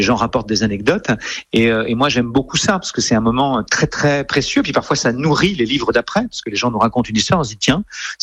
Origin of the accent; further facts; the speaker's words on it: France; moved away as an adult; also born or lived in Montreal; en 99, je vivais à Montréal, donc j'étais loin de la France, loin de mes bases, dans le décalage horaire.